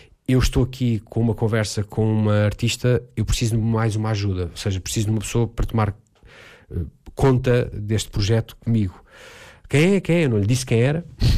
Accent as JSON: {"language": "Portuguese", "region": "Lisbon", "country": "Portugal", "said": "eu sou lisboeta alfacinha, filho minhoto, é certo, sou mais alfacinho do que qualquer pessoa na sala."}